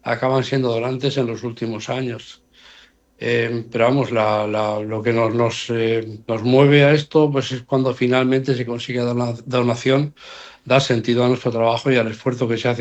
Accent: Spain; somos todos los españoles.

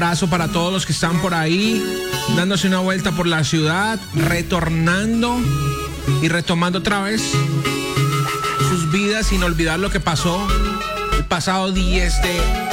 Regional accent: Cali, Valle del Cauca, Colombia; juntos como caleños y como colombianos y vallecaucanos podemos con lo que se viene

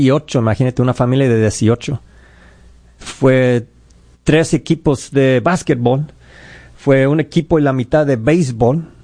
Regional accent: United States; ¿De dónde vienes tú? Yo dije, yo soy mexicano-americano.

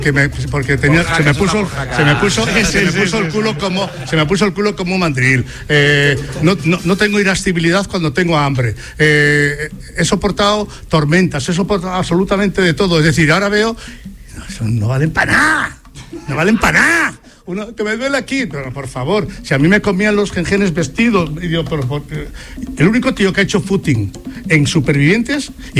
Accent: Spain; Yo soy más español que el porón pompero.

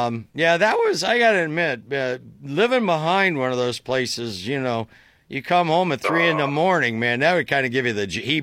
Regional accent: Dover, Ohio, United States; And in my hometown of Dover, right by 77, the previous caller, the McDonald's there

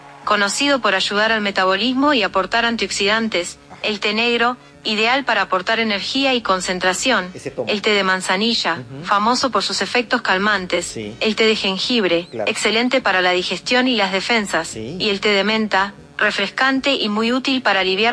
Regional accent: Argentina; now in Mexico; la argentina más mexicana.

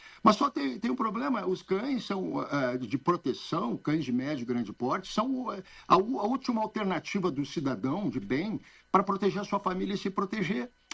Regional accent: Porto Alegre, Rio Grande do Sul, Brazil; Eu sou de Porto Alegre, eu lembro de estar em debate na televisão lá e rádio com políticos

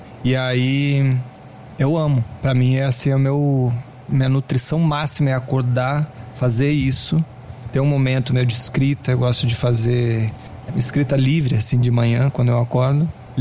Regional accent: Brasília, Federal District, Brazil; born there; Eu nem sei de onde é que eu sou direito. Eu sou nascido em Brasília, né?

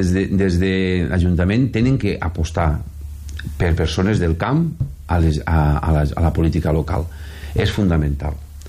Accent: Benicarló, Valencian Community, Spain; ara parlaré de Benicarló, no? Que és el meu poble, té 48 quilòmetres quadrats

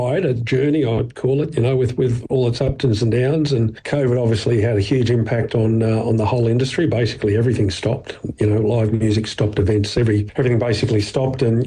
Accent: Sydney, New South Wales, Australia; I mean, I grew up on Sydney's Northern Beaches back in the, when I was young, back in the 80s, the pub rock days.

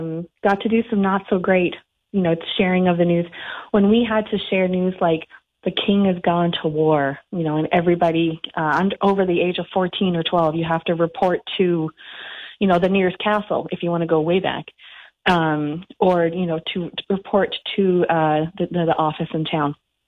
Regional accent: Collingwood, Ontario, Canada; moved away as an adult; also born or lived in Ottawa, Canada; now in Hanover, Canada; Collingwood, Ontario, my hometown.

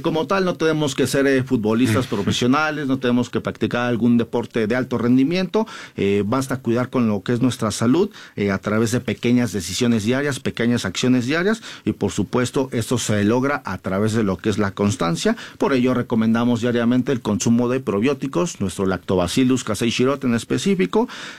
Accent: Mexico

